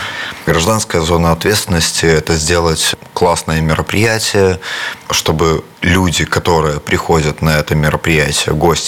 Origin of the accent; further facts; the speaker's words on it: Belarus; то, что мы сделали и какой вклад в этой войне на стороне Украины мы сделали, как белорусы.